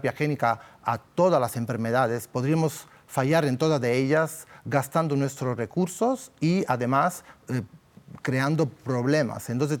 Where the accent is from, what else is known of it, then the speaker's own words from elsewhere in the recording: Spain; En Europa somos solo 2 médicos españoles